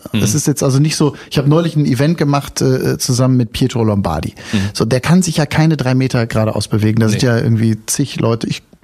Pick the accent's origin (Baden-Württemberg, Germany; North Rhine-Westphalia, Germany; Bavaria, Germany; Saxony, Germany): North Rhine-Westphalia, Germany; also born or lived in Berlin; now in Brandenburg, Germany; ich komme jetzt aus NRW, ne? Und da bin ich groß geworden und wenn dann die Leute sagen, ja, ich sage dann, ich lebe in Brandenburg